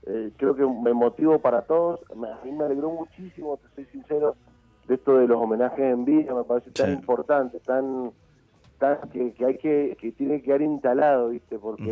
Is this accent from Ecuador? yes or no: no; Mendoza, Argentina; siendo músico y siendo mendocino